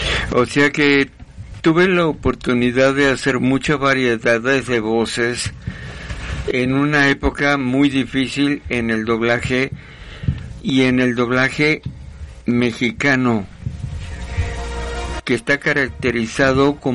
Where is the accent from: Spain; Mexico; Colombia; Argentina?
Argentina; born there; O sea que nací en la Argentina